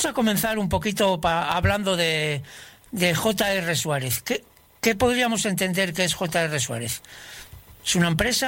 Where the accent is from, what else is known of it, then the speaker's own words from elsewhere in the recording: Laredo, Cantabria, Spain; A mí me pasa lo mismo, pero en Laredo, en Cantabria.